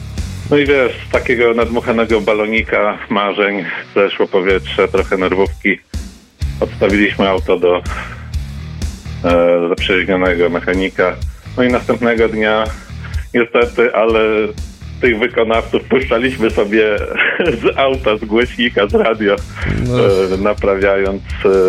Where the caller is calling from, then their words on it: Siedlce, Masovian Voivodeship, Poland; To są Siedlce, 100 kilometrów od Warszawy.